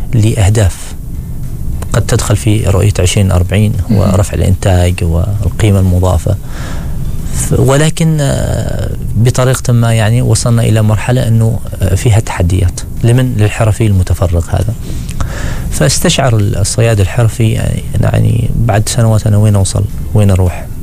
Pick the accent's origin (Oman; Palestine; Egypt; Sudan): Oman; أنا كعماني